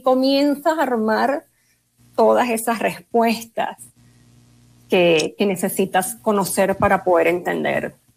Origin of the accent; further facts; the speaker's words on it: Venezuela; now in Colombia; yo soy venezolana, pero ya tengo 16 años viviendo acá.